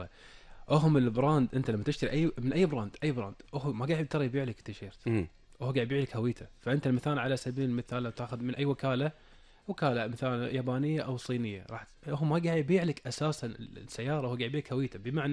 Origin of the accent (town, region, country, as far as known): Kuwait